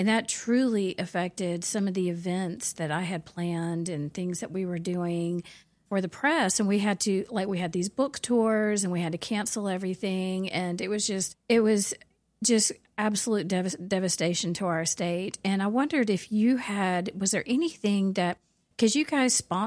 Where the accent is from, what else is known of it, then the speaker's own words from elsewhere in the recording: Alabama, United States; I was born and raised in Alabama, so I'm real picky about who I feel should be honored.